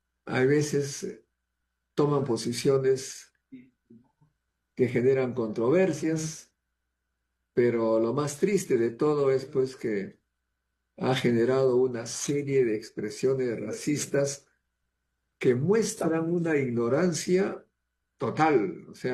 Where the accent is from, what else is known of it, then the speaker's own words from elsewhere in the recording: Salpo, La Libertad, Peru; en mi pueblo Salpo